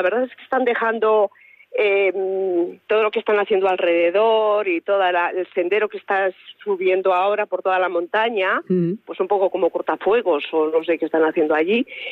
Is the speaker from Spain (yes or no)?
yes; Zamora, Castile and León, Spain; Si nosotros somos de Zamora